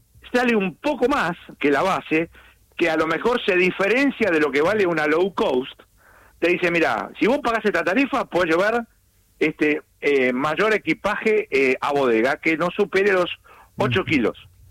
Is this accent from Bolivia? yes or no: no; Argentina; soy argentino yo también